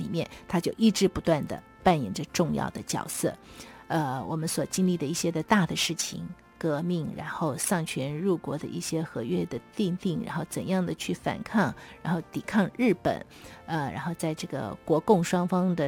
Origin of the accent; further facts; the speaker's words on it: China; 对于我们中国人来说，好像真的要对他有些的感谢才对啊。